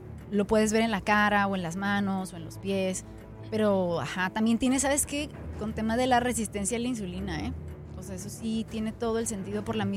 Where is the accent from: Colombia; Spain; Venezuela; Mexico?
Mexico; nosotros como población mexicana